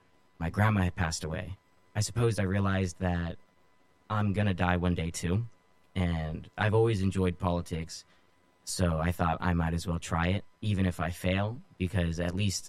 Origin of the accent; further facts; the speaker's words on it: Modesto, California, United States; also born or lived in Hayward / Keyes; So I'm originally from Hayward, California, but I moved when I was probably about 3 or 4 years old to Keyes, which is a city in between Ceres and Turlock. But then I only stayed there for a little bit till I moved to Modesto.